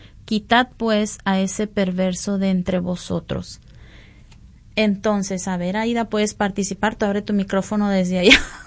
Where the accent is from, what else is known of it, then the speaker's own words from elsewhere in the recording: Sonora, Mexico; los que somos de Sonora, ¿verdad?